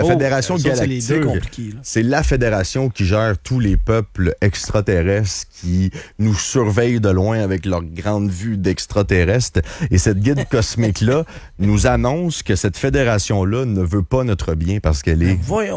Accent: Quebec, Canada; Fidèle à nos habitudes en tant que Québécois et Canadiens.

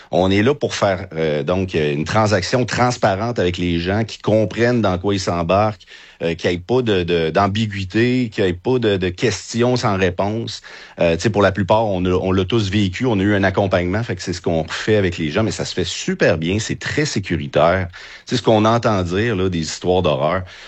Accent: Quebec City, Quebec, Canada; moved away as an adult; now in Playa del Carmen, Mexico; La ville de Québec même.

